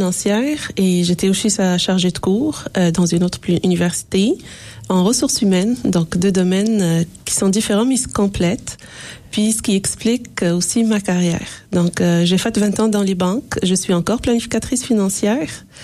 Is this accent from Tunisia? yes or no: yes; Tunisia; moved away as an adult; now in Mascouche, Canada; Je suis née en Tunisie.